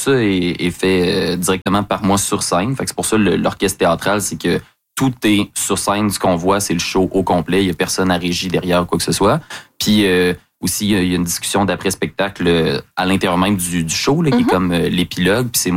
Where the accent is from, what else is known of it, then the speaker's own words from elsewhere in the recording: Lévis, Quebec, Canada; Après avoir passé toute mon enfance à Lévis